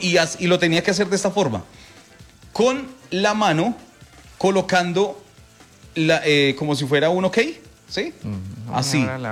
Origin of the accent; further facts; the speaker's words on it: Tolima, Colombia; Sí, mi papá y mi mamá son de sangre boyacense. O sea, yo soy del Tolima, pero tengo sangre de Boyacá